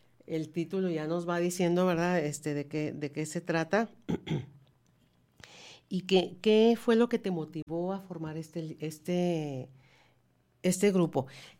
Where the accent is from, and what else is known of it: Mexico